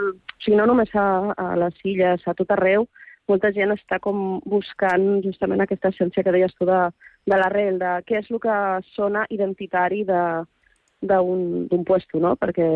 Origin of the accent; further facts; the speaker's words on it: Ibiza, Balearic Islands, Spain; jo soc eivissenca, però de família que ve de fora.